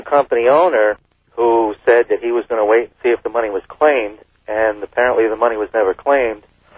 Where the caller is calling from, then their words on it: Burlington, Vermont, United States; I'm calling from Burlington, Vermont.